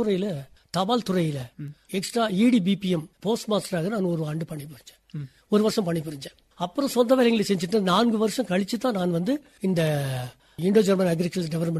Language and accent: Tamil; Lovedale, Tamil Nadu, India; moved away as an adult; also born or lived in Ketti; நான் லவுடேலியில் பிறந்தேன். 1949 ஆகஸ்ட் மாசம் 6ஆம் தேதி நான் பிறந்தேன்.